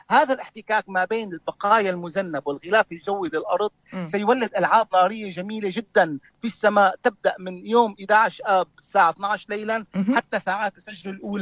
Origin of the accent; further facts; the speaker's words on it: Syria; الصيف الأساسي عندنا بسوريا